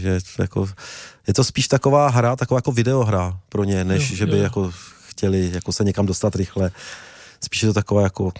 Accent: Bohemia, Czechia; also born or lived in Ireland; já jsem z Čech, jako zvyklý na to, že jsou všude turistické cesty.

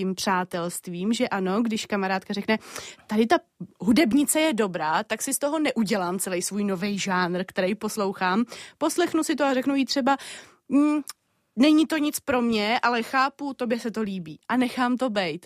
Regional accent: Prague, Czechia; protože jsem Pražačka.

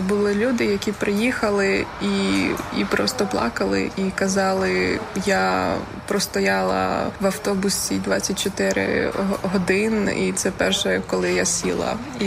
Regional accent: Czechia; Ukrainian is a second language

